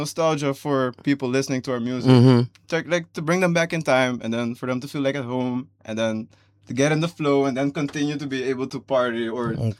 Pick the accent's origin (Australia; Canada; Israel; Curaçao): Curaçao; moved away as an adult; now in Netherlands; I was born and raised in Curaçao, and then I came to the Netherlands to study. So my roots are in the Caribbean. My grandparents are from Suriname.